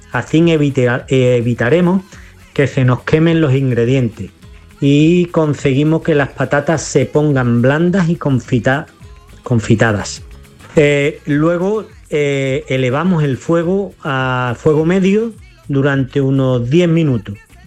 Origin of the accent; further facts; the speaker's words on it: Mijas, Andalusia, Spain; de las Lagunas de Mija.